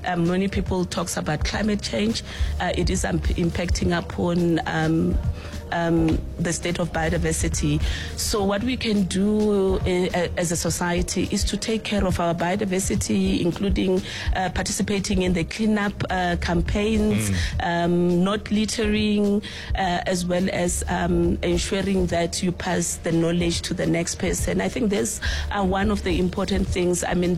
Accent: Vuwani, Limpopo, South Africa; born there

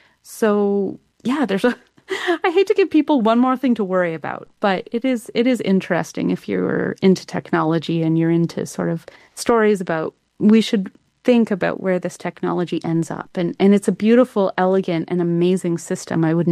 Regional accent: Canada; I'm Canadian.

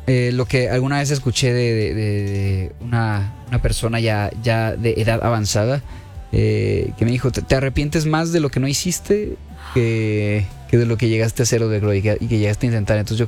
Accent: León, Guanajuato, Mexico; born there; hay ciudades que son muy lejos de mi casa, de donde yo nací, de León, Guanajuato

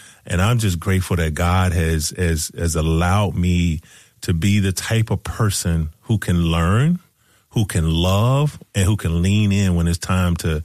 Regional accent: Georgia, United States; My family's in Georgia, and a lot of friends I grew up are in Georgia. And so my wife planned for us to go home, go down south

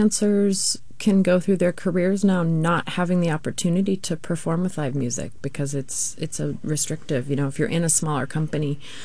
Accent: Lake Tahoe, United States; I mean, Lake Tahoe, I'm not complaining. Growing up in Lake Tahoe is a really fabulous thing. Don't get me wrong. But, you know, and yes, I was put on skis and all

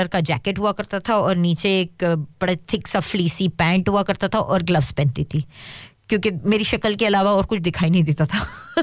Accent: Mumbai, Maharashtra, India; moved away; कि भाई मैं तो बॉम्बे में पली बड़ी हूँ, इतनी आवाज़ में पली बड़ी हूँ.

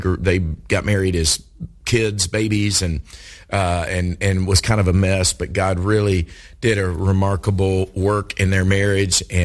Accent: Kentucky, United States; Wait. I am from Kentucky.

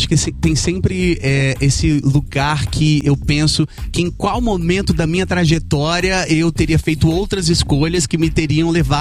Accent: Brasília, Federal District, Brazil; moved away; eu saí da periferia de Brasília, eu sou da Quebrada, né? Ai, sou da Samambaia Norte, que é um lugar assim, que eu tenho muito carinho

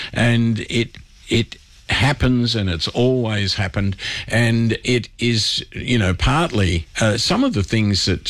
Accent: Australia; I'm Australian

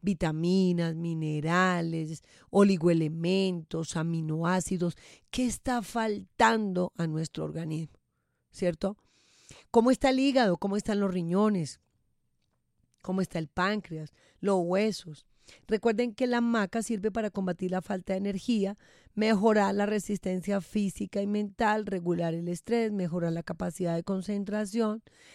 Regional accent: Boyacá, Colombia; moved away; visitando Boyacá, mi tierra querida.

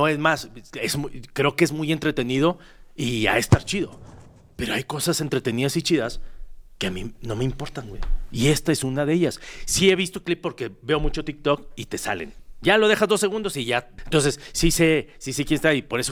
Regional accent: Mexico; Nosotros creemos que son buenos futbolistas porque estamos en México y porque somos mexicanos.

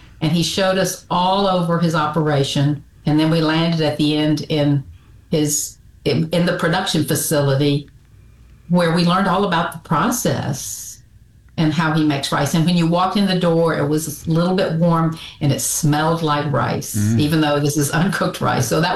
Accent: Jackson, Mississippi, United States; moved away as an adult; also born or lived in Hattiesburg / Memphis; now in Florida, United States; I grew up in Jackson, went to college in Hattiesburg, moved to Memphis for my 20s for the most part, where I met my husband

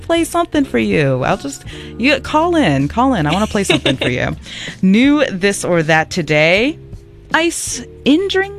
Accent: United States; we're American.

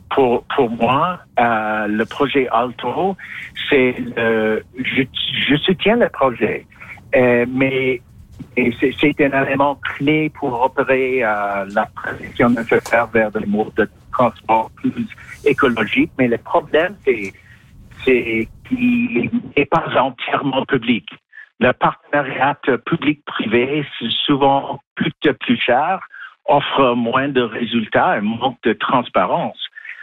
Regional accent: Toronto, Ontario, Canada; French is a second language; je suis un enfant des années 70 hein, et en grandissant à Toronto, en jouant au hockey ball dans la rue, Guy Lafleur était notre héros.

